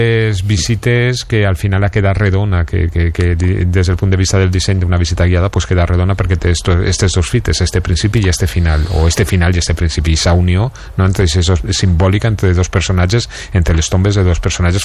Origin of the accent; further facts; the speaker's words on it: Valencian Community, Spain; Doncs pues mira, una altra notícia trista que hem tingut aquest estiu i ja com a valencians és la pèrdua del tresor de Villena